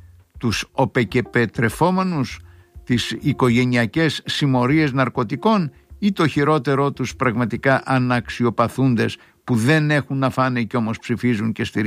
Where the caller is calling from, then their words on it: Zografou, Attica, Greece; από Ζωγράφο, καλημέρα Γιάννη